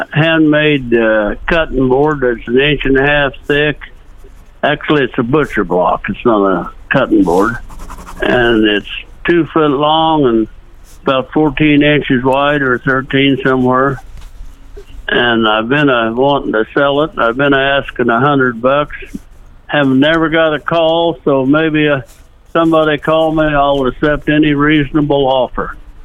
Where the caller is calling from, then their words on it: Brock, Missouri, United States; Brock, Missouri.